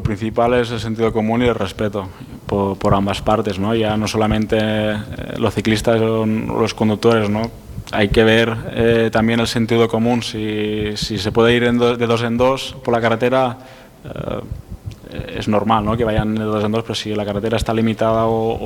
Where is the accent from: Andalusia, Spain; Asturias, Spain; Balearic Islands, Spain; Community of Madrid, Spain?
Balearic Islands, Spain; now in Mallorca, Spain; yo te tengo que decir que yo soy de Menorca, y cuando vine aquí por primera vez aquí en Mallorca